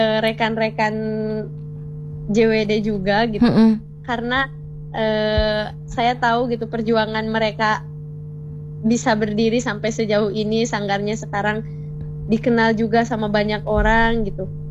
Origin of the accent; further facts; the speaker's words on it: Sumur Tilu, Sukabumi, West Java, Indonesia; moved away; suasana kampung saya Sumur Tilu